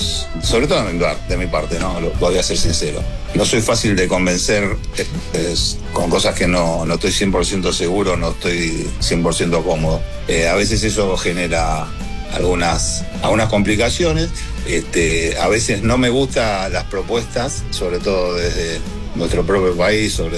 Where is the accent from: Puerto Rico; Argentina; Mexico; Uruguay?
Argentina; Por eso yo siempre digo que nacimos en Argentina y somos argentinos, pero ya pasamos a otro nivel, ya somos una banda de Latinoamérica